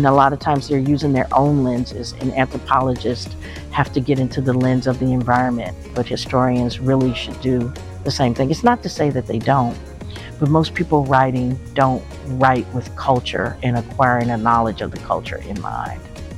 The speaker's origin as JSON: {"language": "English", "town": "Kansas City", "region": "Kansas", "country": "United States", "said": "Kansas girl anymore. That was a reality check. You know, because you move places and you tell people, oh, I'm from Kansas City, and then you think that you always have that tie there."}